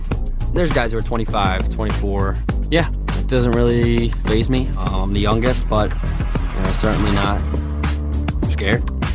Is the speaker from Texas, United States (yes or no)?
no; Philadelphia, Pennsylvania, United States; I grew up in Northeast Philadelphia.